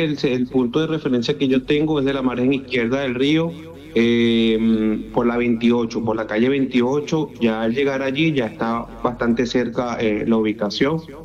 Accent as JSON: {"language": "Spanish", "country": "Venezuela", "moved": "yes", "lives_now": "Colombia", "said": "aquí todos somos venezolanos, aquí todos somos una sola patria"}